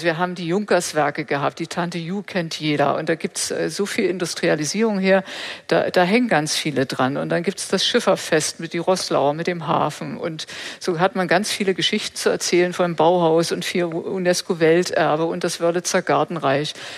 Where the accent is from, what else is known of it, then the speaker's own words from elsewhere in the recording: Berlin, Germany; moved away; ich bin ja in Berlin geboren und dort aufgewachsen